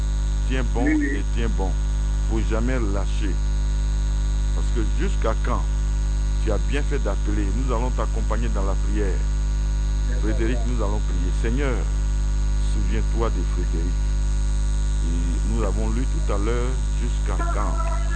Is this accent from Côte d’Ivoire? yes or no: yes; Abidjan, Côte d’Ivoire; Ah, moi, je suis né à Djamé, hein? J'ai grandi à Djamé.